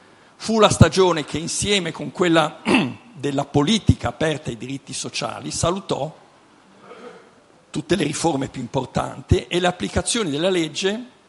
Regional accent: Genoa, Liguria, Italy; come diciamo a Genova

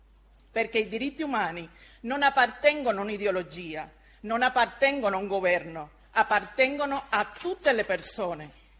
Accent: Cuba; now in Italy; noi cubani

